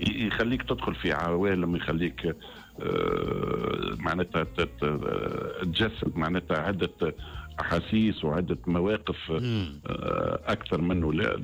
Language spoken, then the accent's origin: Arabic; Tunisia; انا الشعب التونسي انا تونسي ونحب الشعب التونسي